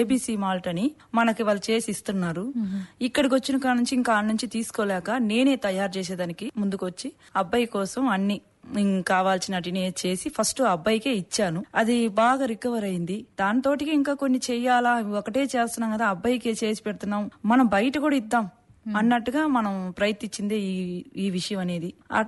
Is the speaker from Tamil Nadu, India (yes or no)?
no; Nellore district, Andhra Pradesh, India; మా ఊరు వచ్చి రేగడిజలిగా నెల్లూరు డిస్టిక్.